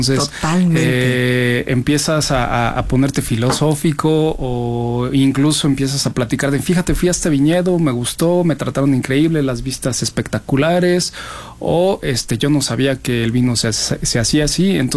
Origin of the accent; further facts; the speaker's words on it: Mexico; somos mexicanos